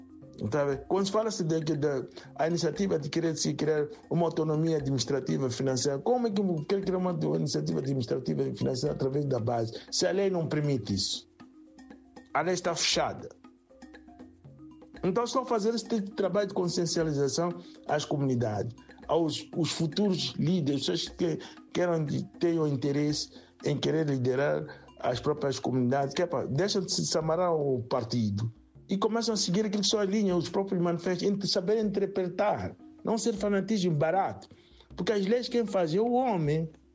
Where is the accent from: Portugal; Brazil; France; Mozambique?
Mozambique; Bem, é como moçambicano também, para dizer que o sangue do moçambicano corre sempre nas minhas veias.